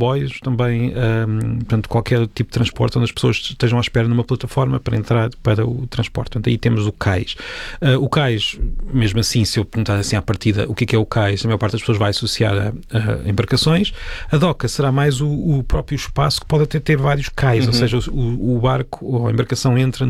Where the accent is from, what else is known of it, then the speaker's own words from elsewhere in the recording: Peniche, Leiria, Portugal; eu sou de Peniche, devia saber estas diferenças muito bem, não é?